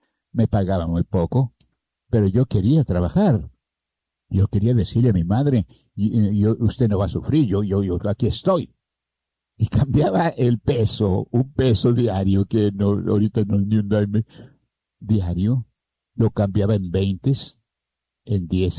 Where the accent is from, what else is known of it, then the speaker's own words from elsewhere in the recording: Doctor Arroyo, Nuevo León, Mexico; yo soy del municipio de Doctor Arroyo, Nuevo León, al sur de Monterrey, del estado.